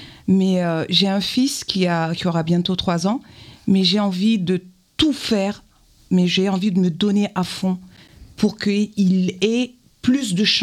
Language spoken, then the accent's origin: French; Niger; moved away as an adult; now in France; j'ai été directrice de la communication du ministère de l'énergie au Niger, donc dans mon pays natal.